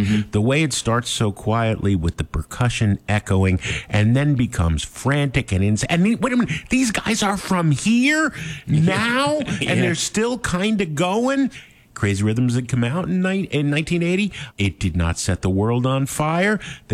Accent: Jersey City, New Jersey, United States; also born or lived in Hoboken; So I grew up in Jersey City and Hoboken.

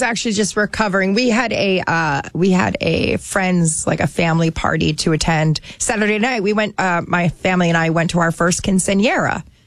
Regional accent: New Jersey, United States; and I'm from New Jersey.

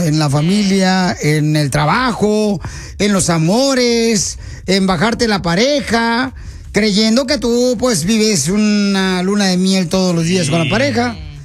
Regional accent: Michoacán, Mexico; now in United States; A mí me traicionaron una vez cuando viví en un apartamento, cuando vine a Estados Unidos de Michoacán.

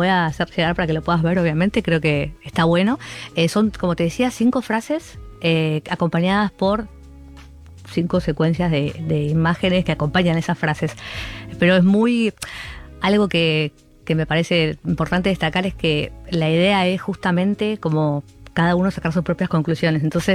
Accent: Buenos Aires, Argentina; born there; also born or lived in London, United Kingdom; Yo nací en Buenos Aires.

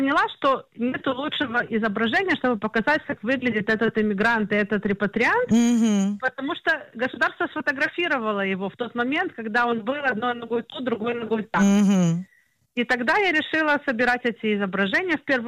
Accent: Ukraine; now in Israel; Я сама репатрировалась с Украины

